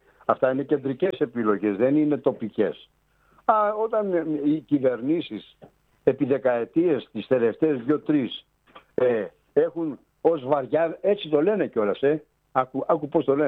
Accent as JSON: {"language": "Greek", "area": "Samos", "region": "North Aegean", "country": "Greece", "said": "εδώ στη Σάμο"}